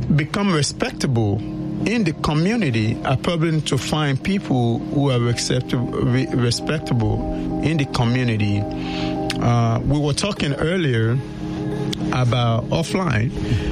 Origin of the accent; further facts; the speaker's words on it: Nigeria; moved away; growing up in Nigeria, from a Yoruba group, I'm a Yoruba person.